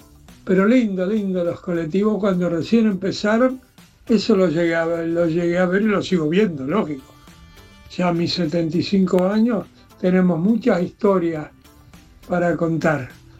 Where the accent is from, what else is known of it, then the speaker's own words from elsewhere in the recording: Buenos Aires, Argentina; now in Merlo, Argentina; de Merlo. Ahora vivo en Merlo. Yo nací en el barrio de Flores, en Ramón Falcón y San Pedrito